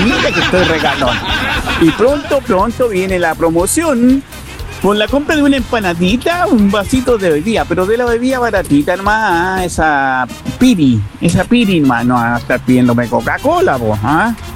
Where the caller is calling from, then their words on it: San Felipe, Valparaíso, Chile; de San Felipe. Golazo. Estoy afuera del supermercado Santa Isabel en calle Merced San Felipe.